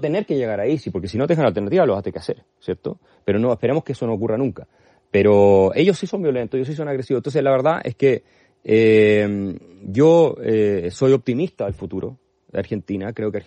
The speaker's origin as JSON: {"language": "Spanish", "country": "Germany", "said": "yo soy alemán, pero Alemania es un país que es un desastre completo hoy en día"}